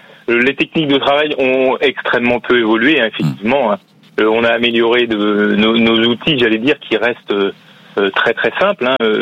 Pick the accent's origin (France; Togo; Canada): France; Batz-sur-Mer, Pays de la Loire; Ah oui, moi je suis né dedans, j'allais dire. Je suis issu de Bas-sur-Mer.